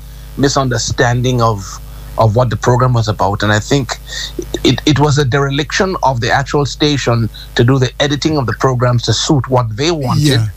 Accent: Grenada; We're doing that because we're from Grenada.

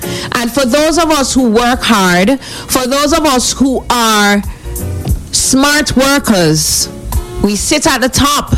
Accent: Jamaica; we are Jamaican

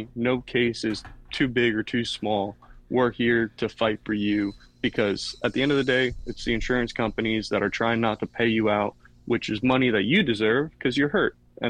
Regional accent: Florida, United States; I grew up here in Martin County, St. Lucie County.

